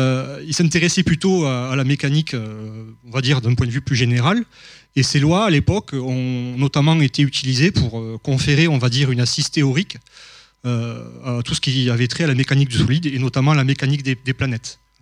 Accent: Montpellier, Occitanie, France; moved away as an adult; now in Lyon, France; je suis natif de Montpellier. J'ai effectué toutes mes études ici. J'ai même soutenu ma thèse de doctorat ici, sous la direction de Fabien Marsh.

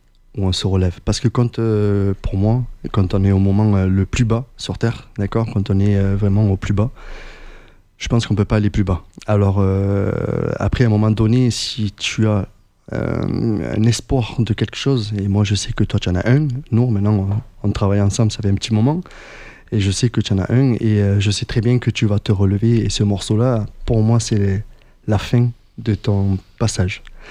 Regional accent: Sète, Occitanie, France; Ben, en fait, moi, voilà, je viens de Sète. Et voilà, j'ai grandi toujours dans la musique.

